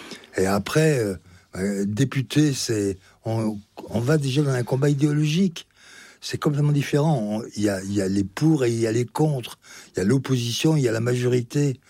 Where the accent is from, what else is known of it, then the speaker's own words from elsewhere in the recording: Belley, Auvergne-Rhône-Alpes, France; je suis chez moi à Belay. Mes parents, mon père y a exercé son activité économique et en même temps était premier adjoint. Ma mère est née là et nous a élevés ici.